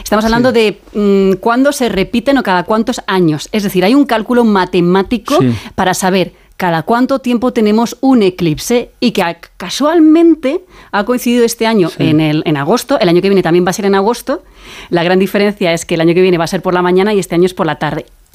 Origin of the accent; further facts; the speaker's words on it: Castilla-La Mancha, Spain; Entonces, yo soy niña de la serranía de Cuenca.